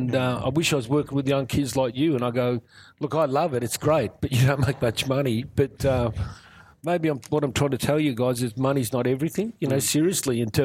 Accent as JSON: {"language": "English", "country": "Australia", "said": "It's still really tough being an Australian musician."}